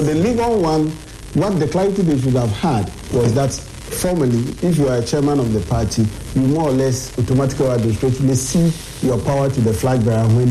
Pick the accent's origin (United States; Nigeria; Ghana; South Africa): Ghana; as a Ghanaian